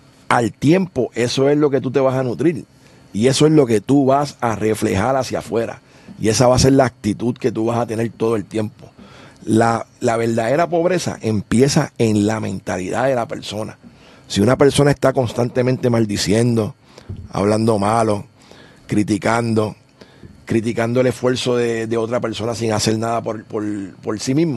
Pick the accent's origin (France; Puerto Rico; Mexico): Puerto Rico; de dónde salió, de dónde salimos como pueblo puertorriqueño